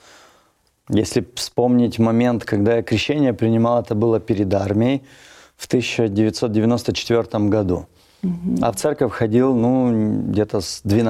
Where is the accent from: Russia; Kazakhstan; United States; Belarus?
Russia; Pyatigorsk, Stavropol Krai; Ну, мама с Украины у меня, папа тоже с Украины. Но родился я уже на Кавказе, в городе Пятигорске. Очень красивый город, добро пожаловать. Вот, там я прожил всю жизнь, ходил в одну школу, вырос на одной улице